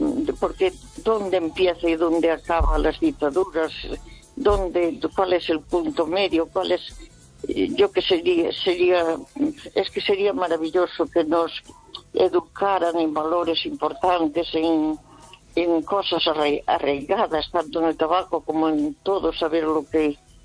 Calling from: Santiago de Compostela, Galicia, Spain; de Santiago.

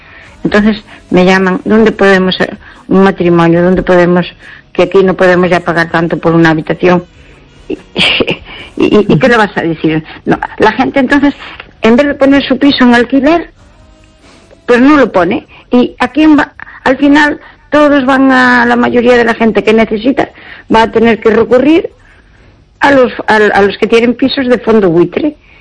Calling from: Pontevedra, Galicia, Spain; de Pontevedra.

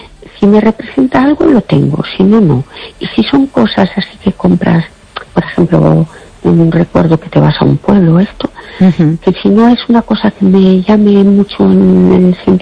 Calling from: Fene, Galicia, Spain

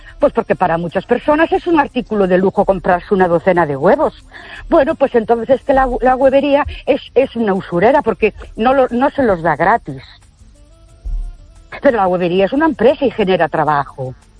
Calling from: Ourense, Galicia, Spain; Buenas noches … de Ourense.

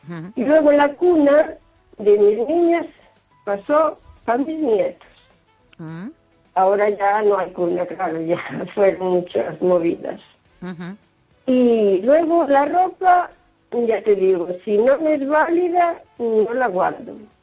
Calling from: O Carballiño, Galicia, Spain; de Carballiño.

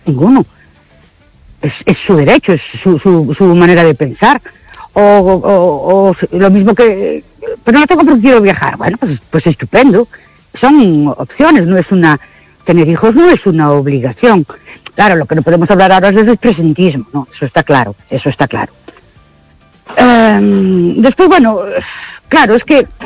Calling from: Ourense, Galicia, Spain; Buenas noches. … de Orense.

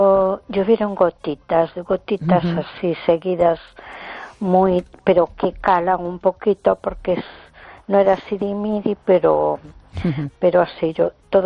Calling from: A Coruña, Galicia, Spain; de Coruña.

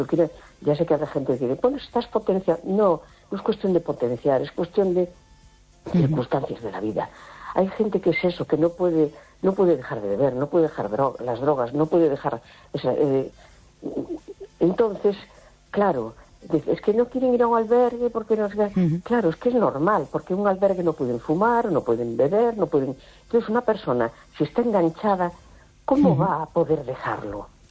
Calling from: A Coruña, Galicia, Spain; de La Coruña.

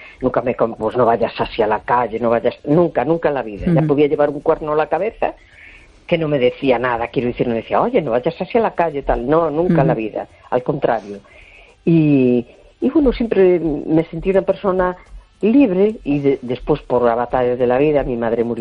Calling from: A Coruña, Galicia, Spain; de La Coruña.

